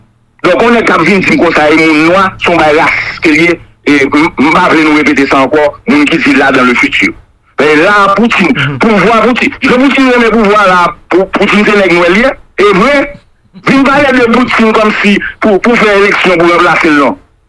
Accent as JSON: {"language": "French", "country": "Haiti", "said": "ou même en tant que haïtien, première question pour toujours poser, qui ça qui intéresse d'Haïti?"}